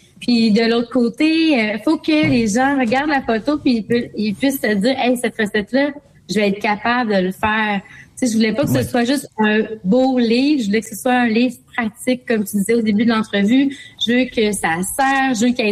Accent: Lille, Hauts-de-France, France; J'ai grandi à Lille. Oui, entouré de champs de fraises, mais entouré d'un grand jardin.

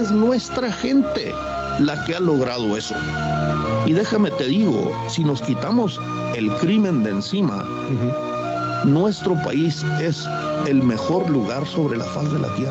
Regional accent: Chihuahua, Mexico; born there; Si era mexicano, yo nací en Chihuahua y yo pudiendo salir del país, no lo he hecho porque yo amo a México y tengo sangre indígena de hecho.

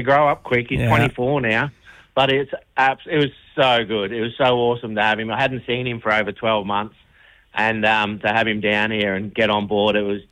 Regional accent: Queensland, Australia; moved away as an adult; now in Roxby Downs, Australia; we grew up in Far North Queensland.

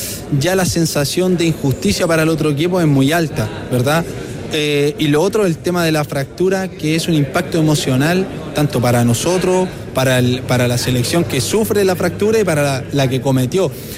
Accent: Chile; nosotros como chilenos

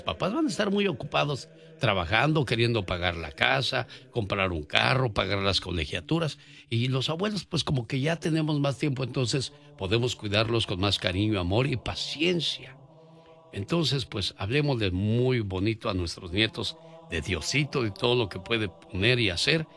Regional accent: Tijuana, Baja California, Mexico; moved away; Un día salí de Tijuana, pero Tijuana nunca salió de mí.

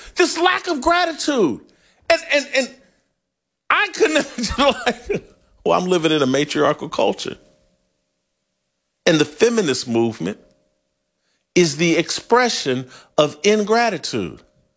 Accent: Indianapolis, Indiana, United States; I'm from Indianapolis. I'm an Indiana Fever fan. And yes, I'm black.

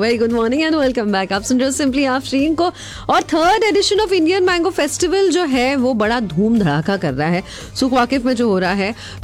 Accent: Mumbai, Maharashtra, India; now in Qatar; मैं मुंबई से हूँ ना

